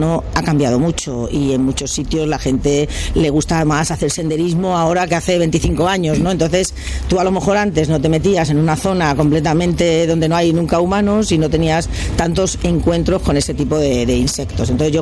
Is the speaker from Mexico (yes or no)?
no; Spain; moved away as an adult; now in New York, United States; nosotros somos laboratorios españoles en Estados Unidos.